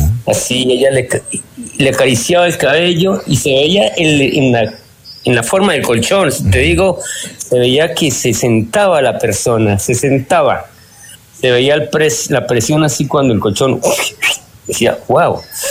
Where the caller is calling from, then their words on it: Cali, Valle del Cauca, Colombia; estoy llamando desde Cali